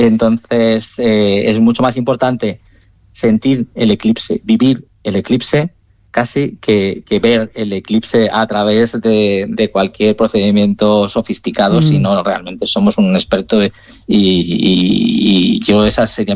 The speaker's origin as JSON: {"language": "Spanish", "town": "Turmiel", "region": "Castilla-La Mancha", "country": "Spain", "said": "Bueno, yo en mi pueblo, como te decía antes, en Turmiel, ¿sí? Guadalajara"}